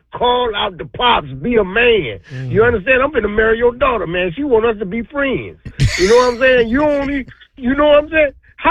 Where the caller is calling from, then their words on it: Detroit, Michigan, United States; I'm from Detroit